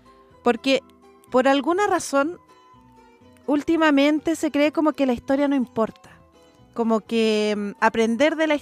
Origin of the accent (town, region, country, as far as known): Chile